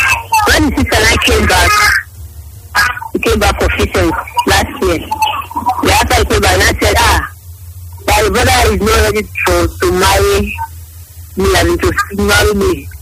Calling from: Benin City, Edo, Nigeria; I'm calling from Benin.

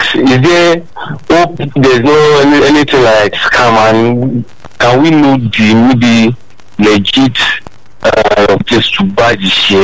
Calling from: Nigeria; calling from Ijain.

